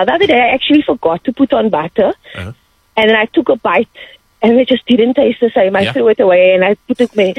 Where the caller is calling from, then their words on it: Cape Town, Western Cape, South Africa; In Steenburg. I come from Jamie's hometown.